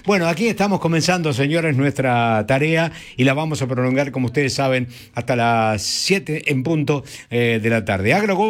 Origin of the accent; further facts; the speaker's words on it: San Pedro, Buenos Aires Province, Argentina; moved away as an adult; now in Buenos Aires, Argentina; nací en San Pedro y viví allí hasta los 24 años y luego me trasladé aquí a la ciudad de Buenos Aires y he vivido también en distintos barrios. Bueno, mi primer domicilio acá en Buenos Aires, establecido ya, está acá una cuadra